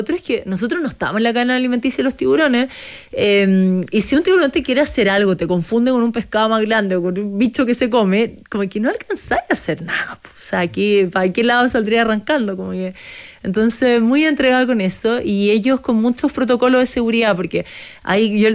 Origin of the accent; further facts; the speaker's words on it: Chile; para mí como chilena